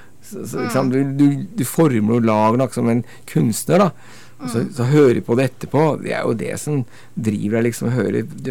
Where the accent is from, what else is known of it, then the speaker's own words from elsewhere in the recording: Oslo, Norway; now in Bjørkelangen, Norway; jeg egentlig fra Oslo, men jeg flyttet til, til Bjørkelangen, altså Aurskog-Høland kommune da.